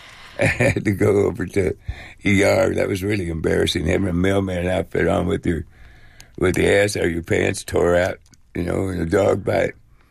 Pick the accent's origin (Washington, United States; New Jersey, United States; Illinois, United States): Illinois, United States; Maywood; That's how close Maywood was to the edge of Chicago, where we grew up on Madison Avenue, which is the dividing line between North Chicago and North Side and the South Side.